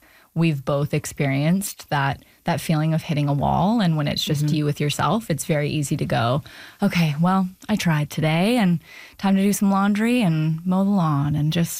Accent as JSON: {"language": "English", "town": "Vancouver", "region": "British Columbia", "country": "Canada"}